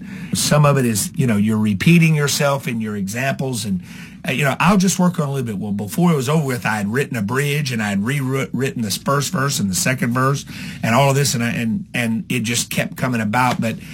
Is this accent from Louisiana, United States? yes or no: yes; Louisiana, United States; I grew up in South Louisiana.